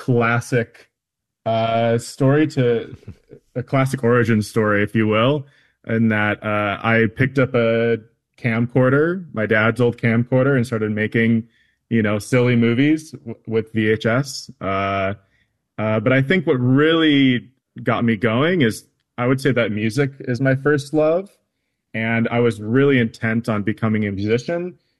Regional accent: Twin Cities, Minnesota, United States; And you know, I didn't grow up on the reservation. I grew up in the Twin Cities.

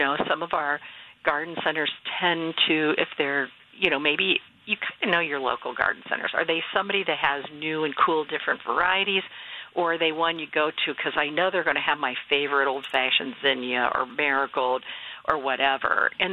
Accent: Ohio, United States; I grew up in Ohio, and my dad, we'd always go, please grow watermelon.

